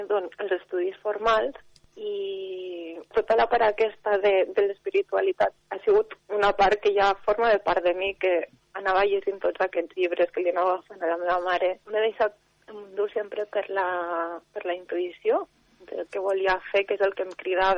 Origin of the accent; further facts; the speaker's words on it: Vielha, Catalonia, Spain; jo soc de la Vall d'Aran, vaig néixer aquí a Viella i... m'he passat quasi tota la vida a la Vall d'Aran, vaig sortir a estudiar fora als 16 anys i després als 30 vaig tornar